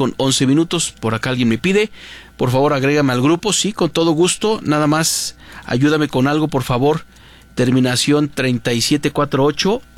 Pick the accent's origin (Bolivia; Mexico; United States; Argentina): Mexico